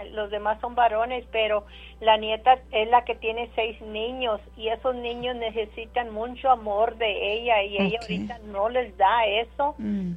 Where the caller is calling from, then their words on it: Rio Hondo, Texas, United States; De Río Hondo.